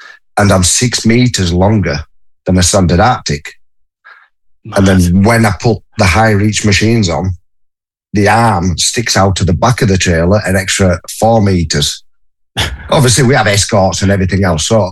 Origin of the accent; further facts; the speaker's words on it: Huddersfield, Yorkshire and the Humber, United Kingdom; I'm from West Yorkshire, Huddersfield at West Yorkshire.